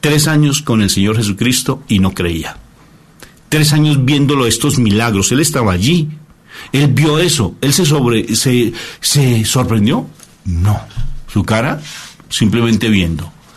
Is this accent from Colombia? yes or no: yes; Colombia; Y venimos desde Colombia a otro país y no van los otros grupos.